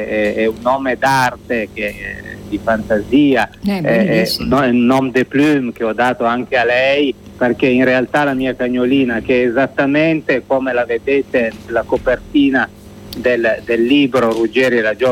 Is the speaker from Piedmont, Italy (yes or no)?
yes; Lombardore, Piedmont, Italy; io sono piemontese, nato in Piemonte, ma mio papà è veneto e quindi siamo vicini come origini e di Vicenza.